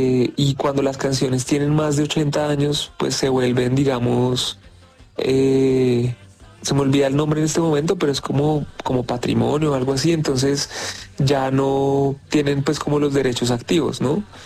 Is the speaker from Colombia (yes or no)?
yes; Colombia